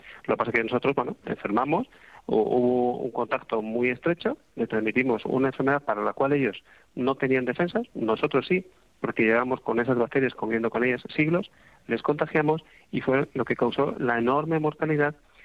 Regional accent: Spain

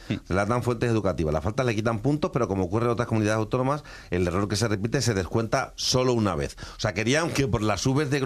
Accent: Extremadura, Spain

